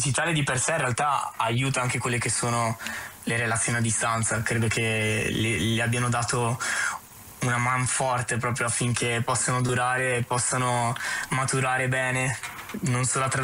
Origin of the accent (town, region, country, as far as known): Trento, Trentino-Alto Adige, Italy; also born or lived in Apulia